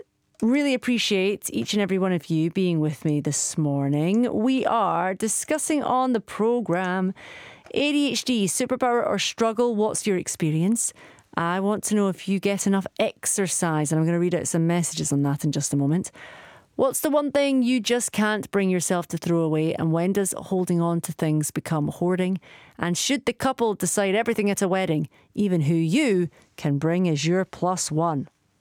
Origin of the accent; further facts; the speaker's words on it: Edinburgh, Scotland, United Kingdom; I'm from Edinburgh.